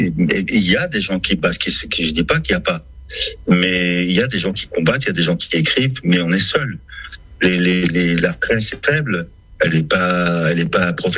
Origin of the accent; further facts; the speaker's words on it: Lebanon; moved away; Où pendant la guerre, nous, quand on est parti, mon père, je l'ai revu 8 ans plus tard, quoi. On a quitté le Liban.